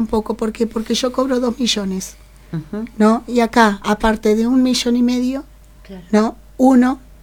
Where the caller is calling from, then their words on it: Neuquén, Argentina; yo vivo en Neuquén.